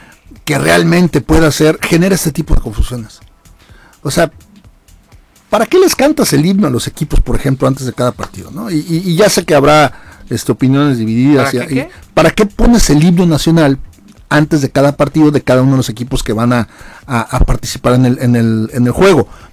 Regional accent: Mexico; También nosotros como mexicanos no hemos sido los más respetuosos, por ejemplo, en este caso con la comunidad argentina.

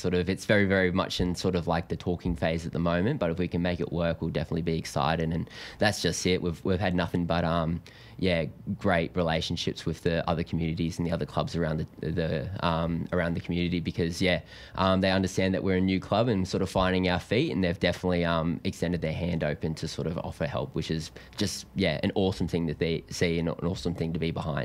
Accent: Fremantle, Western Australia, Australia; born there; moved away; born in Fremantle

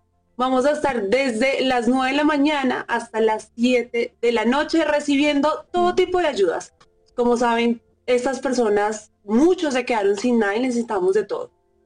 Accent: Bogotá, Colombia; Yo soy de acá, Bogotá.

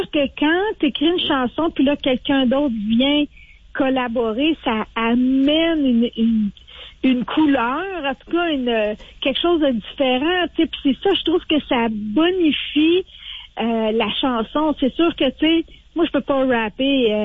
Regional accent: Quebec, Canada; en tant que Québécois, aussi en tant que Canadien ou Québécois

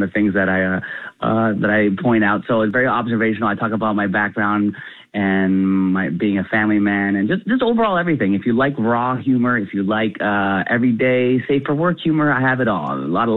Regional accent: Philippines; Well, I talk about being Filipino, but not knowing my native tongue.

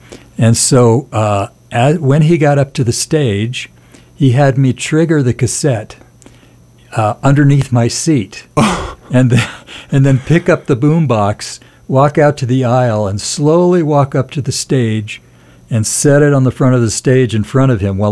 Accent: Tucson, Arizona, United States; I grew up in Tucson, Arizona.

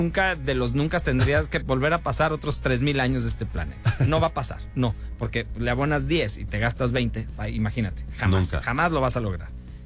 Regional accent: Guadalajara, Jalisco, Mexico; also born or lived in Culiacán; Yo soy de Guadalajara, pero me fui a Culiacán porque eso, había bonanza, estaba todo muy chido.

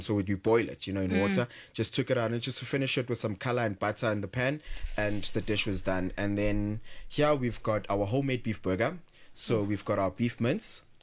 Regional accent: Soweto, Gauteng, South Africa; I'm born and bred in Middleland, Soweto.

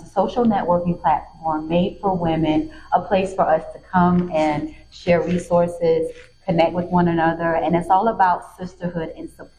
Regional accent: South Carolina, United States; Growing up in South Carolina and growing up around strong women such as my grandmother and my mother.

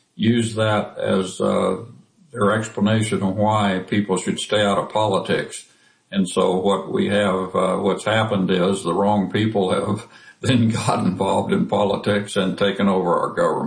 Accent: Overland Park, Kansas, United States; And I grew up in the Overland Park Baptist Church here.

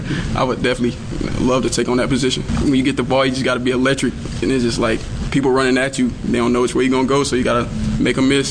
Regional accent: Knoxville, Tennessee, United States; being born and raised in Knoxville

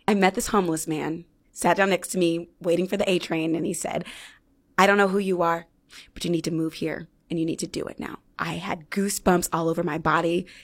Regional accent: Fresno, California, United States; My hometown hero … she has 6 Tonys, and she's from Fresno, California.

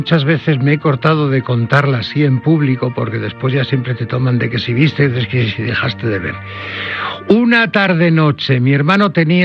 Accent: Asturias, Spain; yo soy asturiano.

